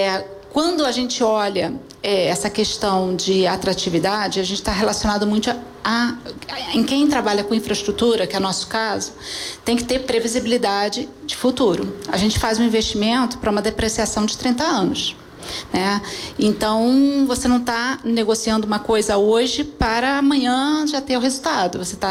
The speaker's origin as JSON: {"language": "Portuguese", "region": "Rio de Janeiro", "country": "Brazil", "said": "E nós, como cariocas, né, o que queremos é que cada vez mais a gente seja atrativo."}